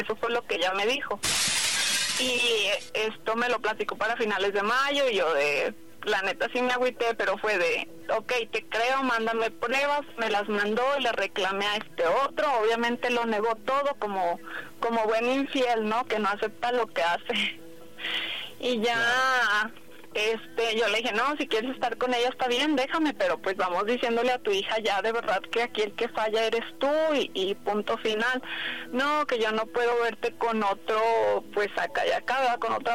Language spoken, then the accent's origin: Spanish; Tonalá, Jalisco, Mexico; Nos vamos como anónimos, pero soy de Tonalá, Jalisco.